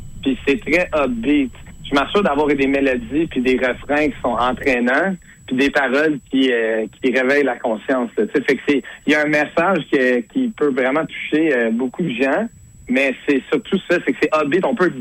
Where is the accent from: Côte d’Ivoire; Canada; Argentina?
Canada; Quebec; je suis québécois